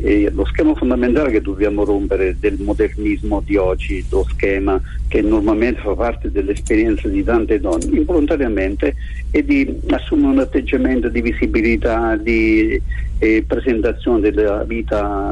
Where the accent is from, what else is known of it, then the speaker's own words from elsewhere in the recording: Airola, Campania, Italy; le suore del mio paese, Clarisse di Airola